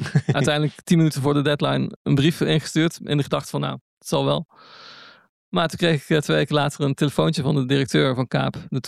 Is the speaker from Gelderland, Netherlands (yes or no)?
yes; Nijmegen, Gelderland, Netherlands; born there; De andere persoon is in Nijmegen, waar ik geboren ben. Een stad in het oosten van het land.